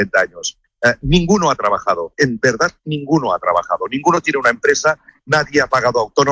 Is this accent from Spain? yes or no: yes; Catalonia, Spain; O sea, aquí los trenes, yo que soy de Cataluña, me funcionan mejor en Marruecos que en Cataluña.